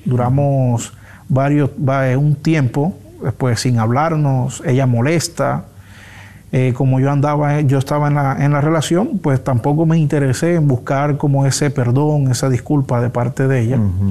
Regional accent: Colombia; moved away as an adult; now in Dominican Republic; a nosotros como colombianos

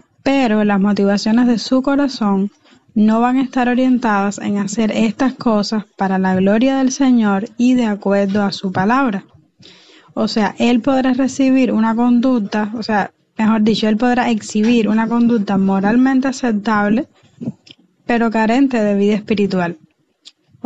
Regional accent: Pinar del Río, Cuba; desde Pinar del Río, Cuba, para El Faro de Redención.

